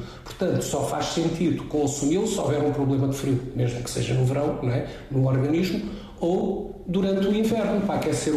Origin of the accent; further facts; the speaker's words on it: Alentejo, Portugal; Por exemplo, sou alentejano, adoro enchidos.